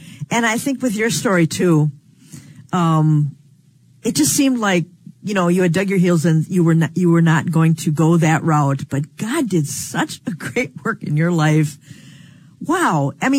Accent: New York, United States

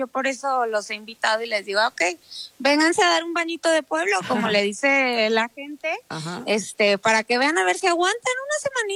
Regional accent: Mexico; lo ignoré como buena mexicana.

